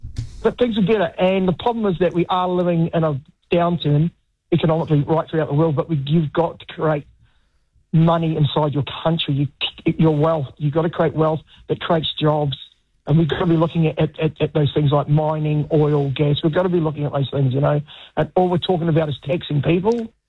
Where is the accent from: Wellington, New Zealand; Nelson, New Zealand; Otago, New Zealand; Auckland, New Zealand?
Wellington, New Zealand; you know, again, I'm from Wellington. Handbrake's been put on Wellington now.